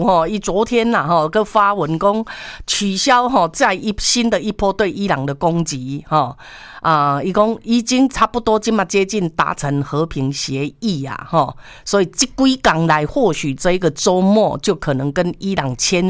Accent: Taiwan; 什么？我们中国，我们是台湾的，嘿。

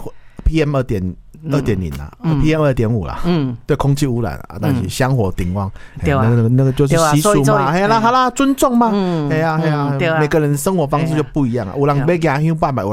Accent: Taiwan; 当然现在我们台湾人烧金比较少嘛

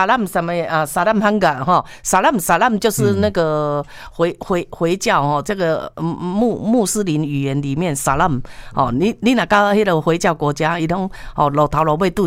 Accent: Taiwan; 我们台湾人真的要感谢这些外劳

